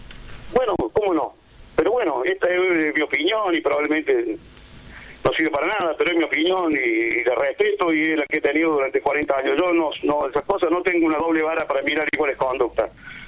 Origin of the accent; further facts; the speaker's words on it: Argentina; sabiendo cómo somos los argentinos, que pensamos con el bolsillo